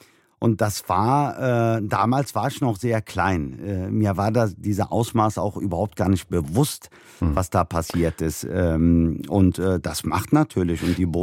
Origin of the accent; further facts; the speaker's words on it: Germany; wenn ich gefragt werde, wo ich herkomme, sage ich immer, ich bin Deutscher